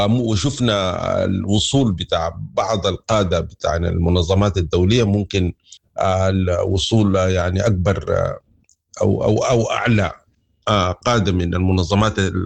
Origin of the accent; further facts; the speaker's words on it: Sudan; والحاجة دي حصلت برضو عندنا في السودان أيام الحرب في الجنوب